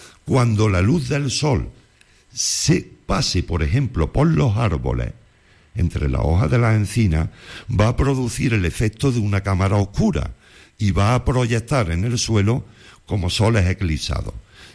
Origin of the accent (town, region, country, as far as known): Villanueva de Córdoba, Andalusia, Spain